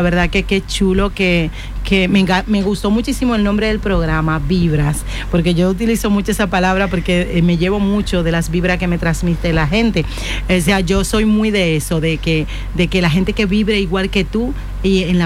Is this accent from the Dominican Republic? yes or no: yes; Azua, Dominican Republic; Yo soy de Asua, mi padre es de San Cristóbal, mi madre es de Asua.